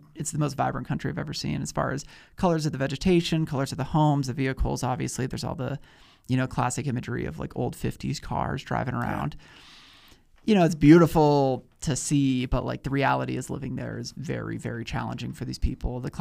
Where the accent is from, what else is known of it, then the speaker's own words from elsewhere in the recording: United States; as an American